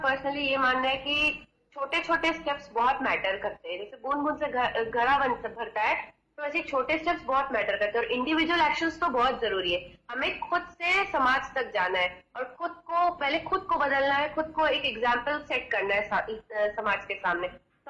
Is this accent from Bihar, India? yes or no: no; Kanpur, Uttar Pradesh, India; now in Bacheli, India; और मैं बेसिकली तो मैं यूपी से बिलोंग करती हूँ, कानपुर से हूँ मैं, बट हम यहाँ शिफ्ट कर गए थे दंतेवाड़ा बचेली में